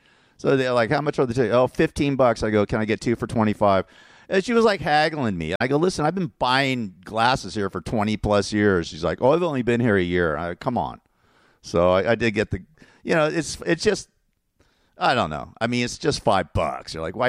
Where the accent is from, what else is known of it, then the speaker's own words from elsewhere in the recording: Westlake Village, California, United States; My buddy who I grew up with in Agora High, went to Agora High with him, Westlake Village.